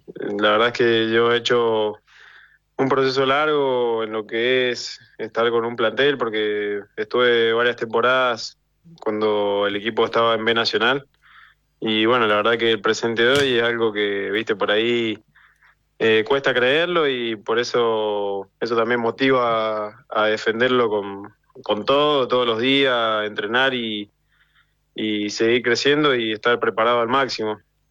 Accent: Mendoza, Argentina

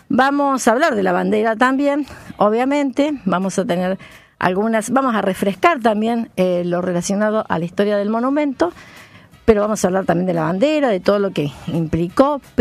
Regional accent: Argentina; naciendo en este suelo argentino

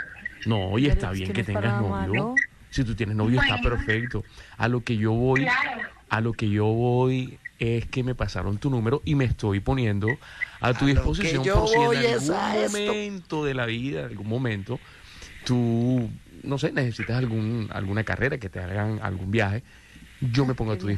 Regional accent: Barranquilla, Atlántico, Colombia; Yo soy de aquí de Barranquilla.

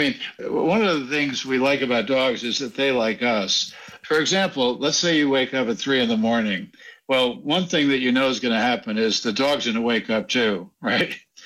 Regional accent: Jackson Heights, New York, United States; also born or lived in Westchester; We grew up in Jackson Heights, New York and in an apartment, so we didn't have a dog.

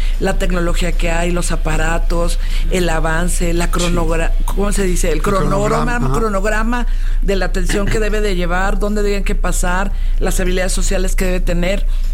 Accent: Mexico City, Mexico; No, yo soy aquí de Ciudad de México.

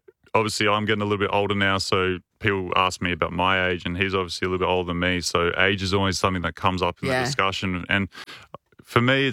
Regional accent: Blue Mountains, New South Wales, Australia; also born or lived in Japan; I grew up in the Blue Mountains and there wasn't much snow there.

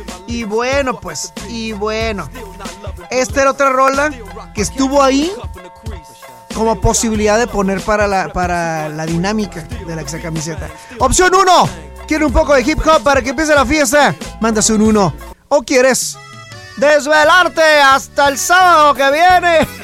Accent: Mexico; la 2, porque somos mexicanos.

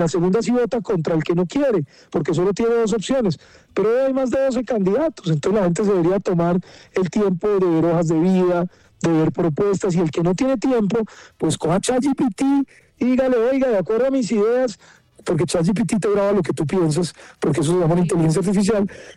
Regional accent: Caldas, Colombia; Y la gente pues en Caldas, de donde yo soy, pues la verdad, hermano, muy querida conmigo, muy afectuosos.

